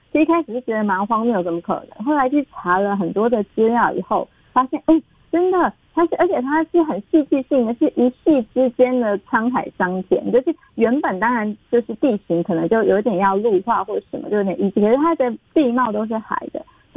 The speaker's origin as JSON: {"language": "Chinese", "region": "Tainan", "country": "Taiwan", "tie": "born or raised there", "said": "我是台南，我是台南人的。"}